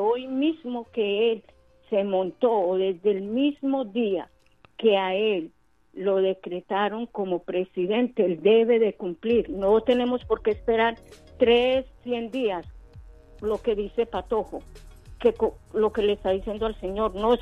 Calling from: Colombia; yo soy de Colombia

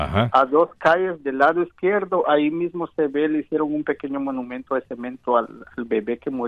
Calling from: Chelsea, Massachusetts, United States; Yo vivo en La Grove

